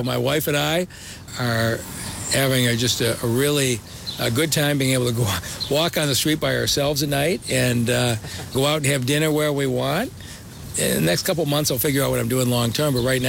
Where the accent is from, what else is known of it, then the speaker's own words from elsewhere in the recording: Detroit, Michigan, United States; I grew up in Detroit as a kid, and the Detroit I remember was a magical place.